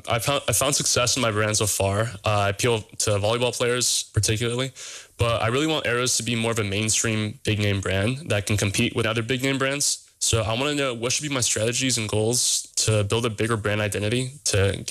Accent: Sacramento, California, United States; I'm from Sacramento, California

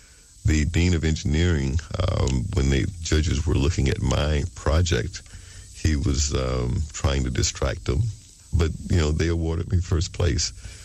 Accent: Mobile, Alabama, United States; I grew up in Alabama. It was Mobile, Alabama. My father was a military veteran.

